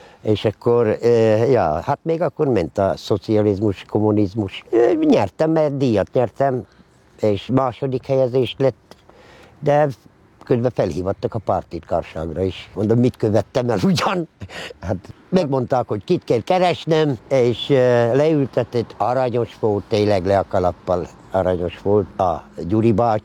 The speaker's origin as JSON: {"language": "Hungarian", "town": "Ózd", "region": "Borsod-Abaúj-Zemplén", "country": "Hungary", "tie": "born or raised there", "said": "Ezen a részen laktak a bojki cigányok. Nekünk ez volt a nevünk, hogy bojki cigányok, mert Ózon van elég sok cigántelep. De ez volt a bojki cigántelep. Itt nőttem fel 11 éves koromig"}